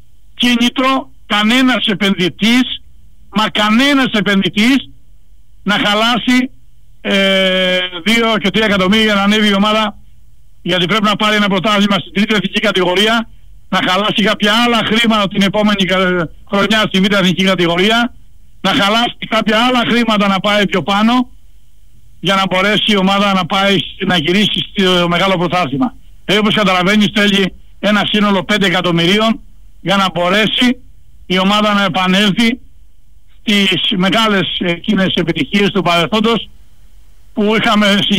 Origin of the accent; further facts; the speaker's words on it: Patras, Western Greece, Greece; ως πατρινός